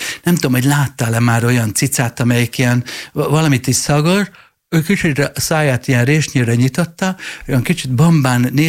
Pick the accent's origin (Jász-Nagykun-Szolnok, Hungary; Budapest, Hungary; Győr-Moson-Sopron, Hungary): Budapest, Hungary; én zuglói gyerek vagyok.